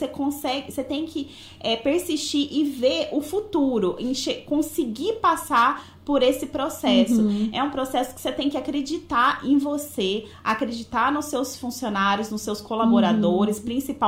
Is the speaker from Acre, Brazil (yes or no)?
no; Minas Gerais, Brazil; eu sou de Minas Gerais